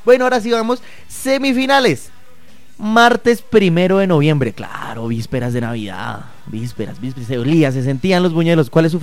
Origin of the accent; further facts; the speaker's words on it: Colombia; esa costumbre que tenemos los colombianos